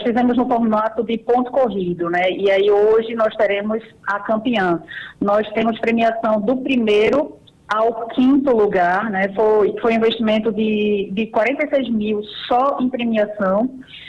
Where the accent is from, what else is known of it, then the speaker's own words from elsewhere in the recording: Northeast Region, Brazil; Com certeza é a nossa tradição, a nossa raiz, né? Somos nordestinos, amamos a nossa cultura